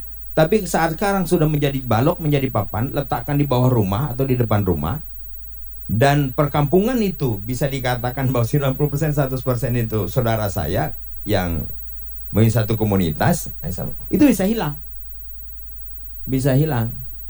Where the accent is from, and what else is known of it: Kalimantan, Indonesia